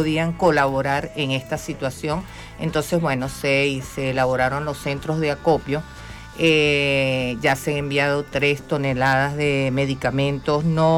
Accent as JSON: {"language": "Spanish", "town": "Caracas", "region": "Capital District", "country": "Venezuela", "also_born_or_lived": "Margarita Island, Nueva Esparta", "moved": "yes", "said": "yo en realidad tengo familia en toda Venezuela. Yo soy caraqueña. Después me fui a vivir en el 98, me fui a vivir a la isla de Margarita, en el estado Nueva Esparta."}